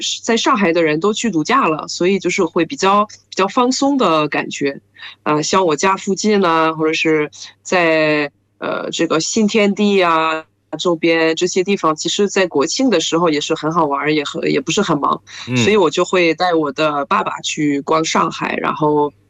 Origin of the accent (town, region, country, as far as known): France; Chinese is a second language; now in China